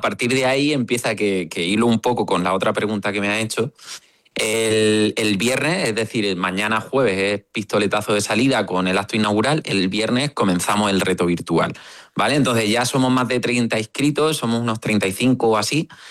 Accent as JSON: {"language": "Spanish", "town": "Caravaca de la Cruz", "region": "Region of Murcia", "country": "Spain"}